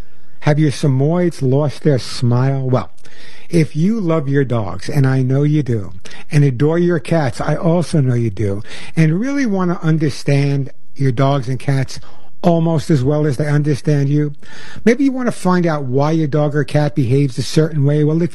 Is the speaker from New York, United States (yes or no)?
yes; Long Island, New York, United States; now in Arizona, United States; I'm originally from Long Island. I can deal with humidity.